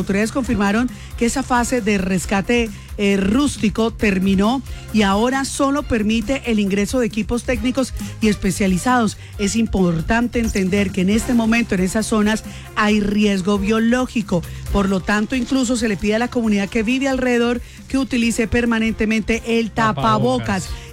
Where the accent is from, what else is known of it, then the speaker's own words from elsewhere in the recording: Colombia; Colombia se levanta junta porque sabe cargar el dolor ajeno, porque así somos los colombianos.